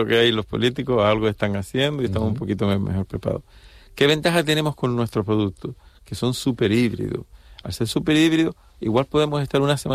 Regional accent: Las Palmas, Canary Islands, Spain; aunque yo soy de origen de Las Palmas

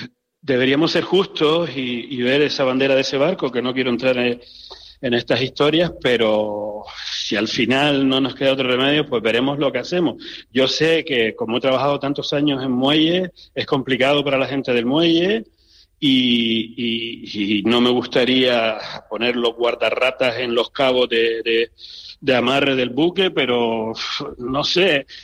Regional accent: Las Palmas de Gran Canaria, Canary Islands, Spain; moved away as an adult; now in Cape Verde; mi tierra es Canarias, eso es siempre.

